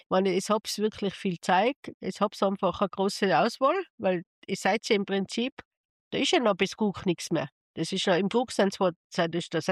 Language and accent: German; Tyrol, Austria; Also in Tirol, wo ich herkomme, da ist ja eins nach dem anderen zugesperrt